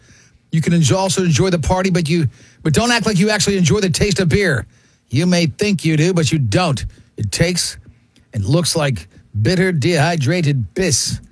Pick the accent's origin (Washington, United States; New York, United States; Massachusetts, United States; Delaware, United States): New York, United States; Brooklyn; born there; You know, just I was born in Brooklyn. Am I a hipster Brooklyn douche?